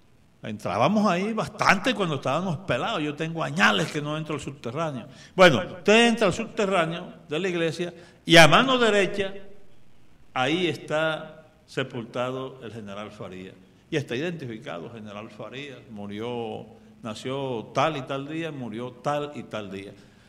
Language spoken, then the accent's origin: Spanish; San Juan del Cesar, La Guajira, Colombia